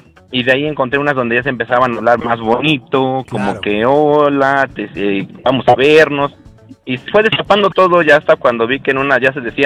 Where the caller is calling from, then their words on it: Tlalpan, Mexico City, Mexico; Del meritito Tlalpan.